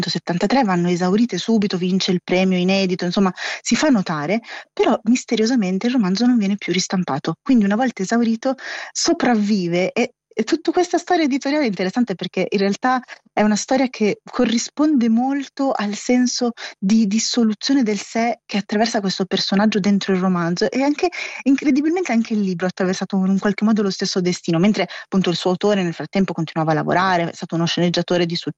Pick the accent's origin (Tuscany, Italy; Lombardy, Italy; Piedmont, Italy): Lombardy, Italy; Milan; now in Rome, Italy; da milanese che vivo a Roma